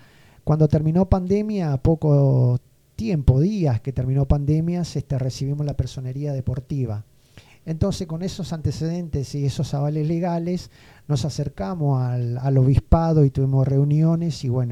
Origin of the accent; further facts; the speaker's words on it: Reconquista, Santa Fe, Argentina; somos todos de Reconquista.